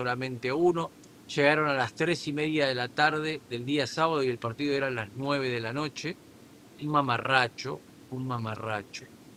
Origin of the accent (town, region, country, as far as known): Argentina